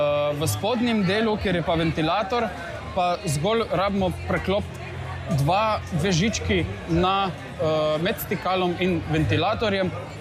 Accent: Ajdovščina, Gorizia, Slovenia; Z Ajdovščine.

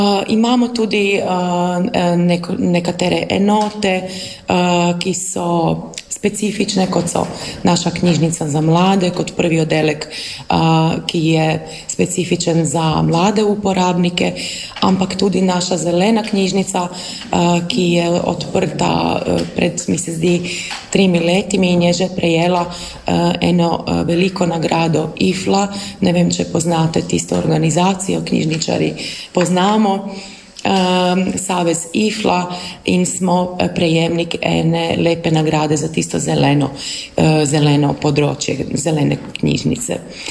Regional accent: Karlovac, Karlovac County, Croatia; Slovenian is a second language; Jaz nisem Slovenka, jaz sem rojena na Hrvaškem in sem rojena v Karlovcu in v Karlovcu živim celo svoje življenje

